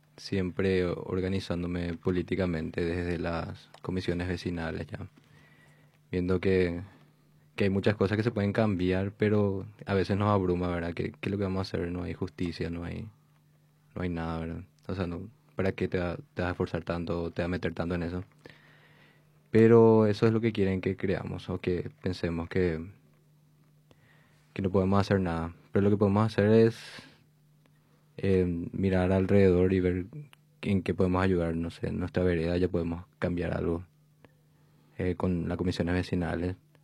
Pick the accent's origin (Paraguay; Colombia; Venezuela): Paraguay; Areguá, Central; las municipales de Areguá, de donde soy.